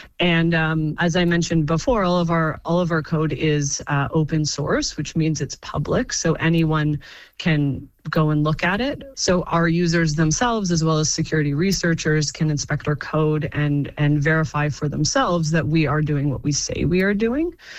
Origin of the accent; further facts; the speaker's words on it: Canada; We are proud Canadians. We are Canadian owned, Canadian operated, and we love living and working in Canada.